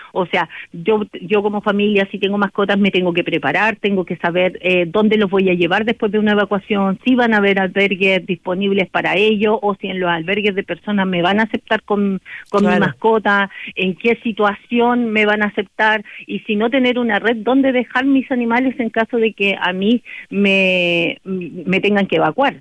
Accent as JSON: {"language": "Spanish", "country": "Chile", "said": "los últimos 10 años han sido un tremendo aprendizaje para nosotros como chilenos."}